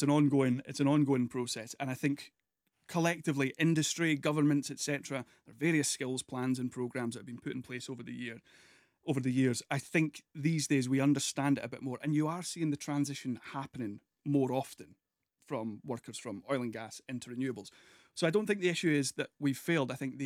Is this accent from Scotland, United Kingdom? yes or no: yes; Forfar, Scotland, United Kingdom; I'm from Forfar. I moved back to Forfar fairly recently, a couple of years ago.